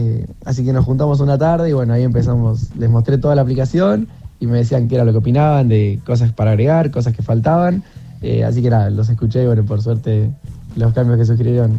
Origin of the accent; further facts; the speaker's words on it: Mar del Plata, Buenos Aires Province, Argentina; yo soy de Mar del Plata.